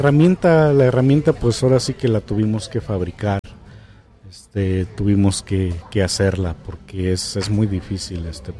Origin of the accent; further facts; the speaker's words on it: Santiago Tecomaxtlahuaca, Oaxaca, Mexico; born there; podemos decir que somos hijos de Tecomaxtlahuaca.